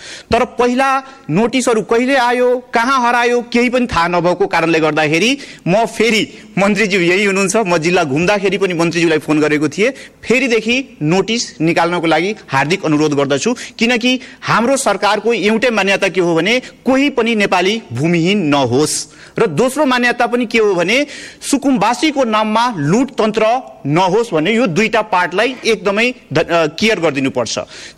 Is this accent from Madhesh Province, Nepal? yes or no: yes; Madhesh Province, Nepal; born there; मेरै गाउँको कुरा गर्नुहुन्छ भने 200 भन्दा बढी मेरो वार्डमा, महागढीमा वार्ड नम्बर 7 मा